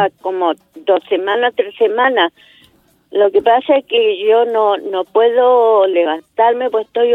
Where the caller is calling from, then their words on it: Hualpén, Biobío, Chile; Yo lo estoy llamando de aquí, de Hualpén.